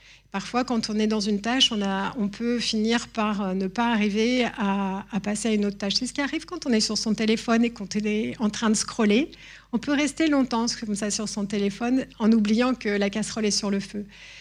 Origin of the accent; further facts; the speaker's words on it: Grenoble, Auvergne-Rhône-Alpes, France; je suis grenobloise